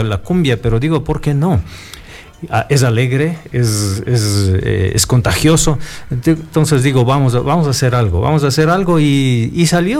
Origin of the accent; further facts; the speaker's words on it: Píllaro, Tungurahua, Ecuador; moved away; Yo soy de Píllaro y mis padres vendieron la propiedad hace muchos años. Acabo de comprar una propiedad pequeñita en Píllaro